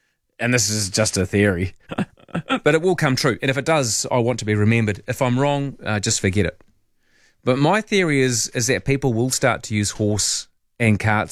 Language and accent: English; Wellington, New Zealand; also born or lived in Christchurch / Wairarapa; Well, Wellington is my favourite city, and I did live there as a child in Wadestown. But, yeah, I was born in Christchurch, lived in Wairarapa, but, yes, Wellington is where I feel at home.